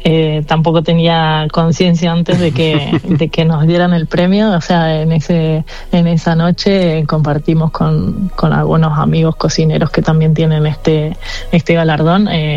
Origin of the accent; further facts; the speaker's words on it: Argentina; Los dos somos argentinos, y bueno, cuando llegó, la verdad que poder representar a Argentina